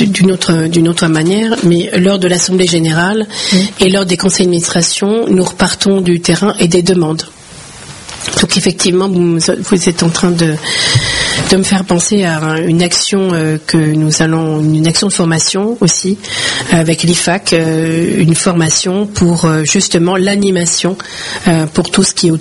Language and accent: French; France; nous sommes Français avant tout.